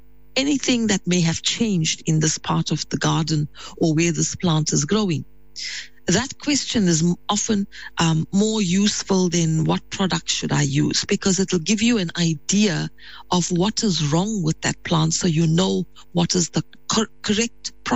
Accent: Pietermaritzburg, KwaZulu-Natal, South Africa; growing up in Pietermaritzburg

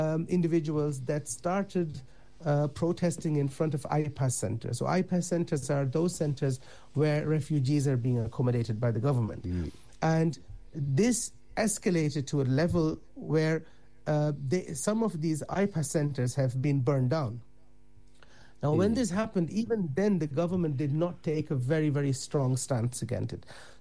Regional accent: Netherlands; moved away as an adult; now in Ireland; I grew up in the Netherlands, so I came here in 2023, and I'd lived before that my life in the Netherlands, and I grew up there as a kid.

